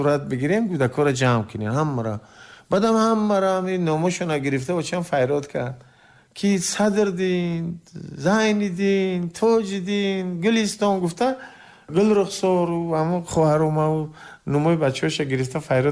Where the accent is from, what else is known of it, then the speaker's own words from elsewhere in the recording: Navobod, Khatlon, Tajikistan; moved away; Тахминан қишлоқи мо Навобод ном дорад.